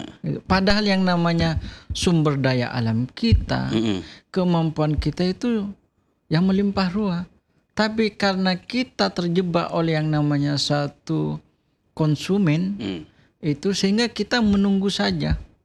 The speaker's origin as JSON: {"language": "Indonesian", "town": "Sumenep", "region": "East Java", "country": "Indonesia", "said": "saya orang Sumenep, tinggal di Sumenep"}